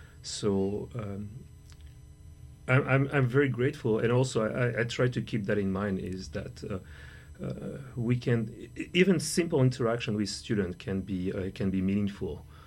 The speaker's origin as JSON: {"language": "English", "country": "France", "tie": "born or raised there", "also_born_or_lived": "Denmark / United States", "moved": "as an adult", "lives_now": "Hamilton, Canada", "said": "I'm indeed a professor in the math department. And so I grew up in France, was educated in France, traveled a little bit through Denmark, the United States, and moved to Mac in 2021."}